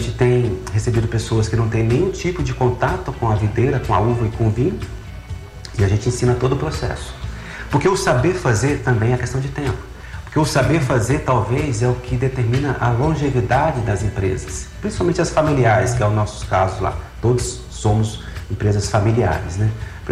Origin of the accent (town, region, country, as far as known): Catalão, Goiás, Brazil; born there; moved away as an adult; now in Brasília, Brazil